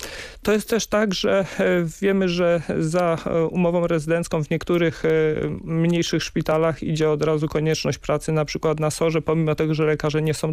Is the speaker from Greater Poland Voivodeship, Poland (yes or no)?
yes; Greater Poland Voivodeship, Poland; u nas w Wielkopolsce na przykład, które jest bardzo rozciągnięta